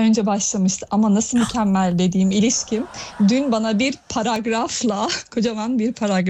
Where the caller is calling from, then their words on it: Germany; Almanya'dan arıyorum.